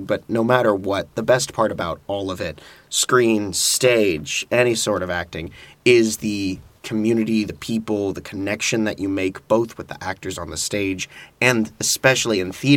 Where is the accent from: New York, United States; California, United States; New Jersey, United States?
California, United States; Santa Barbara; moved away; I am from Santa Barbara, California.